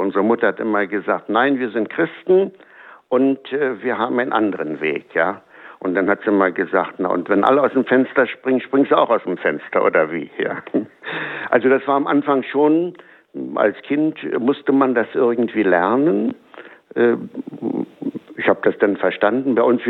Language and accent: German; Herzfelde, Brandenburg, Germany; Also wir hatten bei uns in Herzfelde, wir hatten einen ganz guten Priester